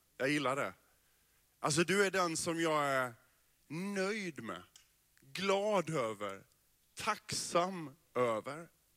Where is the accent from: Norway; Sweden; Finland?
Sweden; Bredaryd, Jönköping County; born there; Och så får man veta att jag är född i Bredaryd.